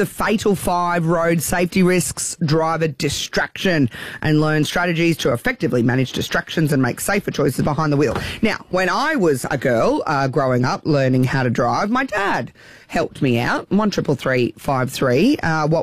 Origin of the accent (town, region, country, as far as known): Mullaney, Queensland, Australia; born or raised there